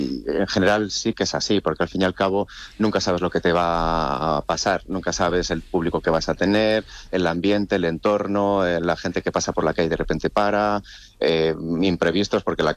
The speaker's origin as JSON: {"language": "Spanish", "town": "Valladolid", "region": "Castile and León", "country": "Spain", "tie": "born there", "said": "somos de Valladolid, de toda la vida."}